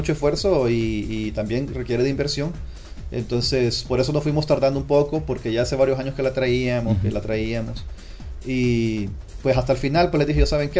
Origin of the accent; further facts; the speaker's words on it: Metapán, Santa Ana, El Salvador; somos de Metapán